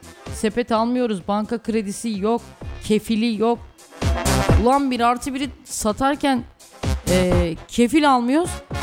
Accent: Düzce, Turkey; Ben Düzceliyim. Düzce benim memleketim. Anam buralıdır, babam buralıdır.

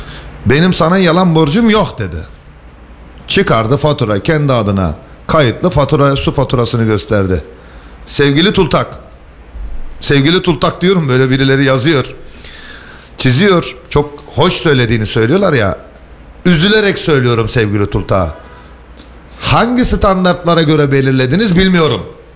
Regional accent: Mersin, Turkey; born there; 200 sene sonra doğduğum köyün dedelerim, büyük büyük dedelerim yol görmemiş.

